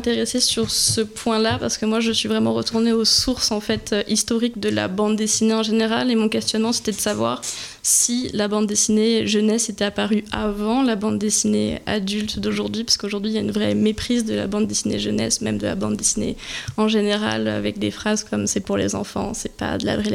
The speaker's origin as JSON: {"language": "French", "region": "French Guiana", "country": "France", "tie": "born there", "also_born_or_lived": "Bordeaux", "said": "Donc, je suis née en Guyane française et j'ai fait la plupart de mes études sur Bordeaux. Donc là, je viens de Bordeaux."}